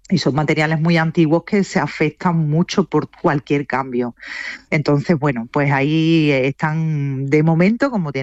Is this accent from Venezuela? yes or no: no; Córdoba, Andalusia, Spain; y no lo digo como cordobesa orgullosa